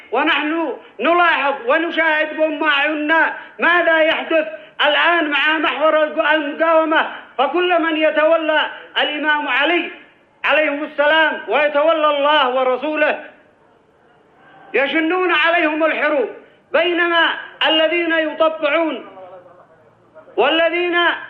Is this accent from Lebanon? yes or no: no; Yemen